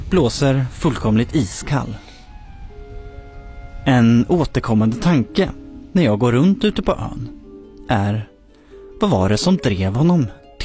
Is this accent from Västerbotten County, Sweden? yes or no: no; Motala, Östergötland, Sweden; som liten grabb under min uppväxt i Motala